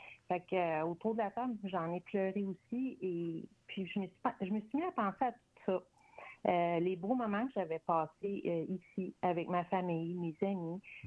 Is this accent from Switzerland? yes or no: no; Laval, Quebec, Canada; Fait que c'est dur de dire d'où je viens, mais comme j'ai grandi à Laval.